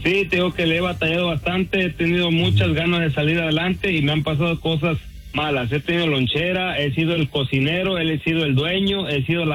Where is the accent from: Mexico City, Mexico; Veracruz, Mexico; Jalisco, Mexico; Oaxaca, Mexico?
Veracruz, Mexico; Tres Valles; De Tres Valles, Veracruz.